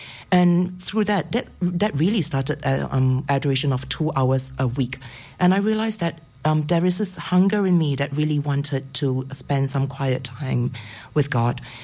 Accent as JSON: {"language": "English", "country": "Singapore", "tie": "born or raised there", "moved": "as an adult", "lives_now": "Australia", "said": "I grew up in Singapore and I came to Australia in 1990."}